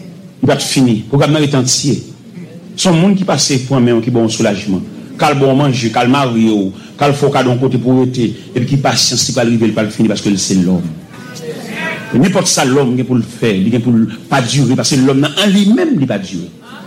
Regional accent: Montreal, Quebec, Canada; Je suis de Montréal, je vais rentrer à Haïti, et puis on est mal à Paris.

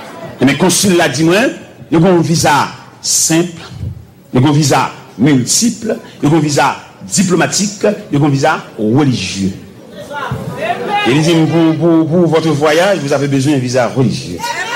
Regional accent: Montreal, Quebec, Canada; Je suis de Montréal, je vais rentrer à Haïti, et puis je suis à Paris.

